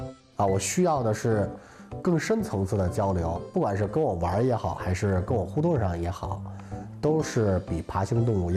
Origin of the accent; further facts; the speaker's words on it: Beijing, China; 我打小是在那个西城的老官员长大的，那时候呢，那边就是一个花鸟鱼虫市场